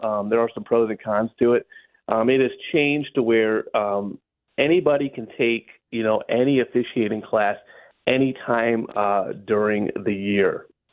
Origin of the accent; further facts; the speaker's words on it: Norwalk, Ohio, United States; So I grew up in Norwalk, Huron County. Call myself a Norwalkian, but also a Huron Countyan. But just a local guy that grew up playing a lot of different sports.